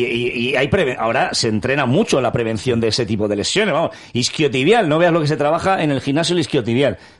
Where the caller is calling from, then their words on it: Badajoz, Extremadura, Spain; Arratsalde on, Monje y compañía. … de Badajoz.